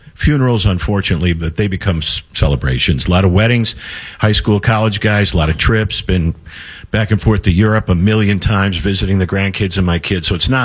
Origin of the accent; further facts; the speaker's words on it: Buffalo, New York, United States; moved away as an adult; now in Chicago, United States; I'm from Buffalo, and it's exactly like Chicago in almost every way. It's just a small Chicago. Same ethnic mix of people, same weather, same attitude, blue collar, tough. So I've been in Chicago maybe a year or two.